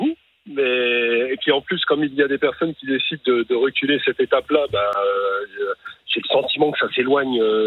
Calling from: Troyes, Grand Est, France; Alors, moi, je suis à Troyes. Je suis à Troyes.

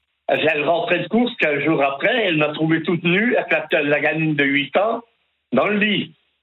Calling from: Dijon, Bourgogne-Franche-Comté, France; Je suis à la Banque alimentaire de Bourgogne, à Dijon.

